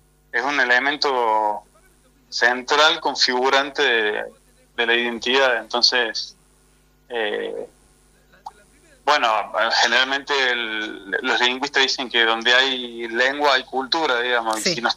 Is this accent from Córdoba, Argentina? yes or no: yes; Córdoba, Argentina; accent: Cordoban; nuestras palabras, nuestra tonada como cordobeses, sobre bueno, las lenguas supuestamente perdidas.